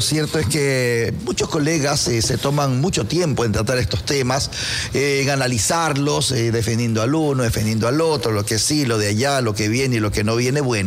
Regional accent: Ecuador; ese es Ecuador, ese es mi tierra, ese es mi país.

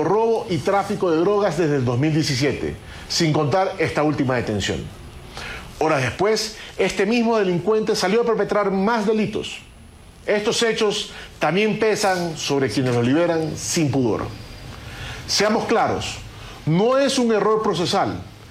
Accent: Ecuador

